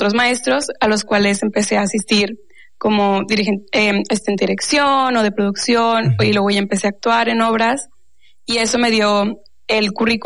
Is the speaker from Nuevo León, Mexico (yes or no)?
yes; Monterrey, Nuevo León, Mexico; moved away as an adult; now in New York, United States; No, vivo en Nueva York, pero soy originaria de Monterrey.